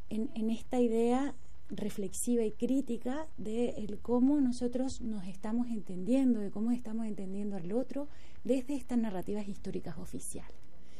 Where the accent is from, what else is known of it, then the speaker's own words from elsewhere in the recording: Chile; moved away as an adult; now in Bochum, Germany; y yo también vengo desde Chile, de otro pueblito ex minero del carbón